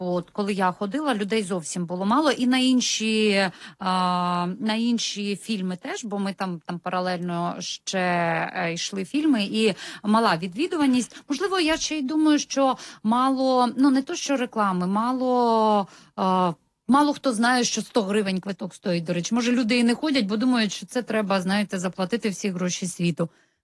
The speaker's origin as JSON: {"language": "Ukrainian", "region": "Kyiv", "country": "Ukraine"}